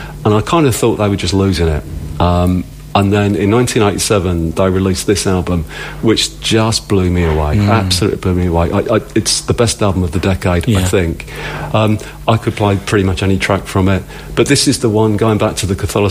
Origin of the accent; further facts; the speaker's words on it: London, United Kingdom; accent: London; People ask you, what you're doing here with your London accent supporting Ireland? Well, I've got a bit of Irish heritage.